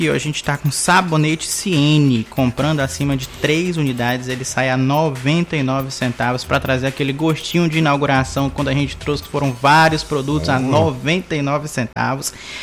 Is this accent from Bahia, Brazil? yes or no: yes; Bahia, Brazil; now in Minas Gerais, Brazil; tanto que eu saí da Bahia pra vir pra Minas.